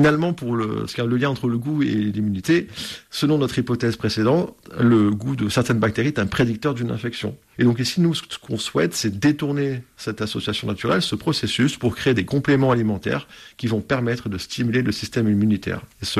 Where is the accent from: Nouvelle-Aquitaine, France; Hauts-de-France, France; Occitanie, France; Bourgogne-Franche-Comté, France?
Occitanie, France; Toulouse; Alors, donc à l'origine, je suis de Toulouse, donc j'ai fait mes études à l'université de Toulouse Paul Sabatier.